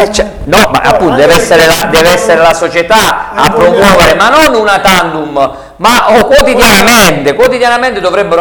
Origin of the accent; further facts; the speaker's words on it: Potenza, Basilicata, Italy; sono di Potenza, ma vivo da 20 anni a Punto Verde